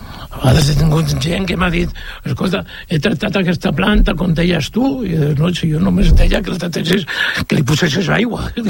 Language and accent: Catalan; Barcelona, Catalonia, Spain; jo soc de Barcelona, jo sí, granges tampoc sabia en el seu moment